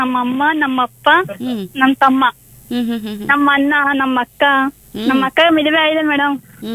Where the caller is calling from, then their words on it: Gadwal, Telangana, India; ತೆಲಂಗಾಣದಿಂದ, Gadwal district ಲಿಂದ ಮಾತಾಡ್ತಿದ್ದೀನಿ madam.